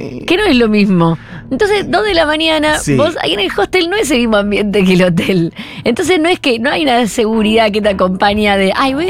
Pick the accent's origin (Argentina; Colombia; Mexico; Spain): Argentina; le decía somos argentinos